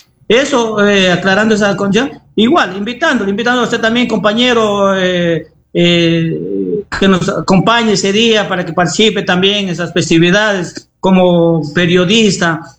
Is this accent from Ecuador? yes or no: yes; Ecuador; como ecuatorianos tenemos que seguir todavía ahí con la esperanza